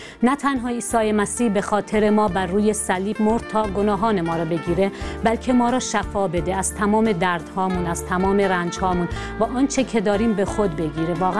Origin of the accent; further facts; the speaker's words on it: Iran; من شخصی هستم ایرانی که در یک خانواده ایرانی و در یک خانواده کاتولیک به دنیا اومدم.